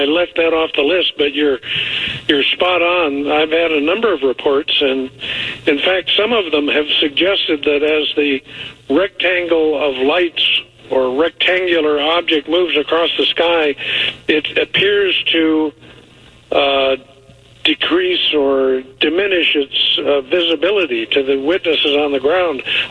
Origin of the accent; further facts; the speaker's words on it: Missouri, United States; born there; I was born in Missouri almost 72 years ago